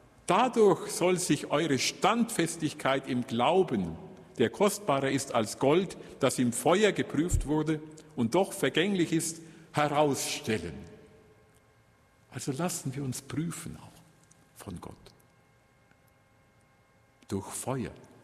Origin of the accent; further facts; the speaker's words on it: Kronach, Bavaria, Germany; born there; Ich bin ja in der Nähe von Bamberg geboren, in Kronach.